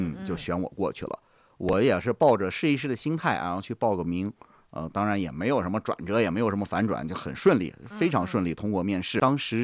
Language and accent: Chinese; Ordos, Inner Mongolia, China; 我就是咱们土生土长的鄂尔多斯人，算是出生在人民教师家庭，因为我的姥姥、姥爷、我妈妈、我二姨、我舅舅、我舅妈，就是一家子全是老师，